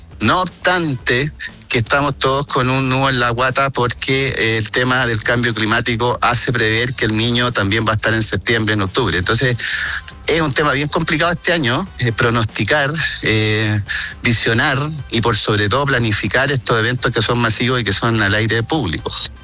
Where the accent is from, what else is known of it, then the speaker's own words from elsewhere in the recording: Los Andes, Valparaíso, Chile; born there; los que nacimos acá en Los Andes